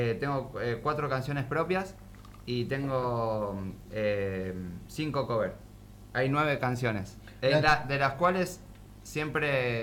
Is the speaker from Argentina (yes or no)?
yes; Quilmes, Buenos Aires Province, Argentina; de Zona Sur, de Quilmes.